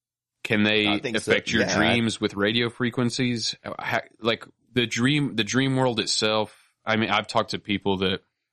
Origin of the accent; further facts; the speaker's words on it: Minnesota, United States; I'm from Minnesota, and I love the mask.